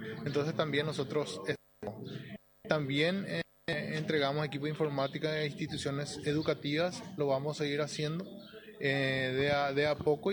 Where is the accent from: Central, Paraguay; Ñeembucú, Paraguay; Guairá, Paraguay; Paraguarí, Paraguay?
Ñeembucú, Paraguay; Pilar; yo soy de Pilar, mi familia es de Pilar